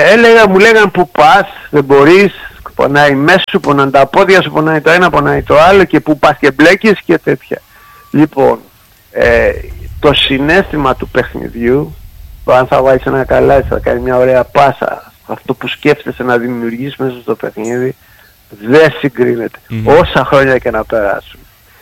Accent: Kiato, Peloponnese, Greece; now in Athens, Greece; είμαστε όλοι από το Κιάτο και βρισκόμαστε εδώ στο Κιάτο, εγώ έχω τα τελευταία χρόνια ζούσα στην Αθήνα, αλλά τα καλοκαίρια είμαι εδώ

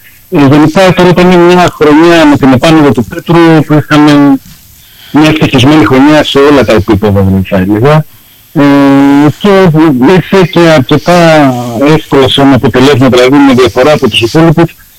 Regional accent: Thessaloniki, Central Macedonia, Greece; now in Kefalonia, Greece; Θεσσαλονικός, γέννημα θρέμα.

